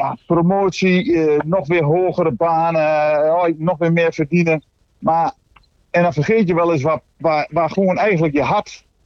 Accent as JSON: {"language": "Dutch", "town": "Lattrop", "region": "Overijssel", "country": "Netherlands", "tie": "born or raised there", "said": "ik vertel waar ik vandaan kom van een boerderij in het puisje van Twente, zeg ik altijd, Latrop."}